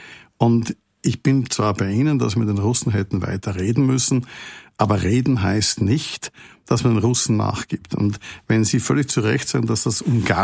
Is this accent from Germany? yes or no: no; Austria; Und ich komme aus einem neutralen Land, wie Sie meiner Stimme hören. Ich bin Österreicher.